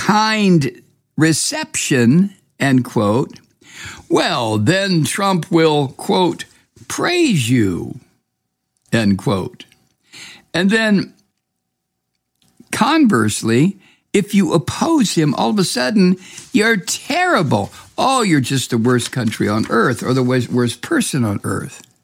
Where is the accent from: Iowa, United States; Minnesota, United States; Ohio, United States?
Ohio, United States; Toledo; I was brought up in Toledo, Ohio, on the shores of Lake Erie.